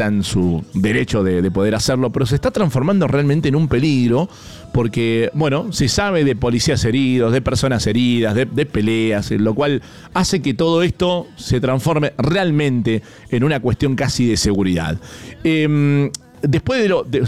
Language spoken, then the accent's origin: Spanish; Argentina; somos argentinos.